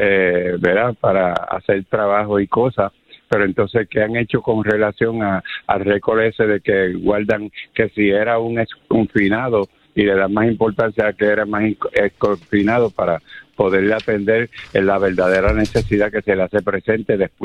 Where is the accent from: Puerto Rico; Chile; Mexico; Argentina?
Puerto Rico; Guayama; Yo soy natural de Guayama … usted debe conocerme.